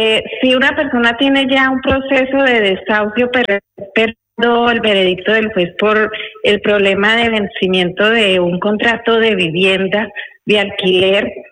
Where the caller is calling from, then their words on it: Elche, Valencian Community, Spain; Buenos días, de Elche.